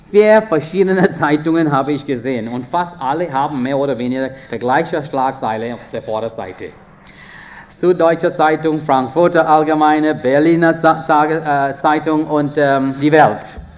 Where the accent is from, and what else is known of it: India; now in Switzerland